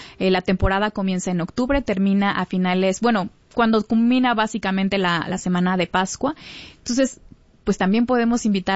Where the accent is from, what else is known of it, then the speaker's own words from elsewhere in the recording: Huatulco, Oaxaca, Mexico; a pesar de que no nací en Huatulco, yo me considero huatulqueña porque llegué desde los 5 años. Entonces no nada más ves mi color porque lo traigo a Huatulco en mi corazón